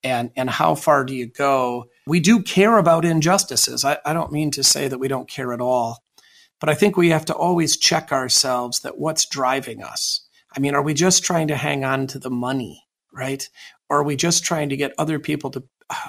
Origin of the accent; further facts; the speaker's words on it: United States; as an American